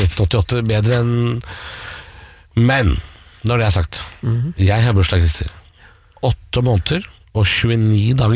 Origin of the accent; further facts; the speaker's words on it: Drammen, Buskerud, Norway; Hun er fra Telemark etter en plass, og jeg er jo fra Drammen.